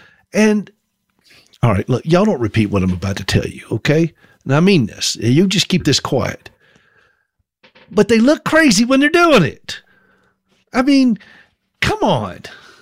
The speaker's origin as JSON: {"language": "English", "region": "Tennessee", "country": "United States", "said": "And I looked at Gracie's feet, and I said, \"We from Tennessee.\""}